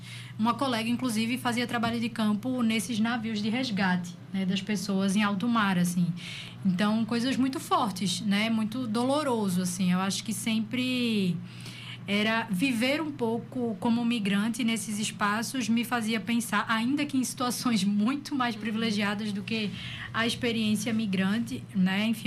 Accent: Brazil; moved away as an adult; era muito estranho estar como brasileira numa disciplina, né, que falava sobre povo brasileiro

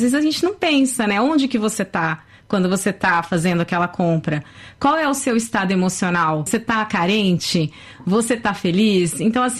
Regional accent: Brazil; moved away; sou brasileira.

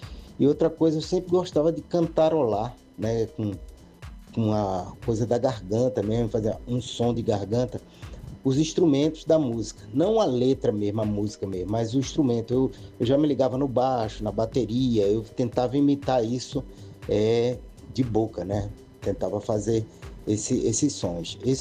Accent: Recife, Pernambuco, Brazil; Fui nascido e criado aqui em Pernambuco, em Recife.

